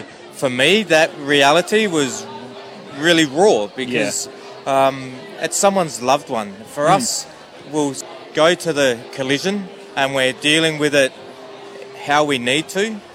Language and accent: English; South Australia, Australia; I grew up in the Riverland, so I'm a country lad